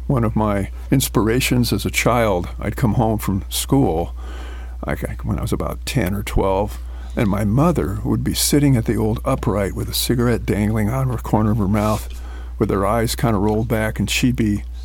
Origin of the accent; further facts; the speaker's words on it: Pasadena, California, United States; I grew up in Pasadena.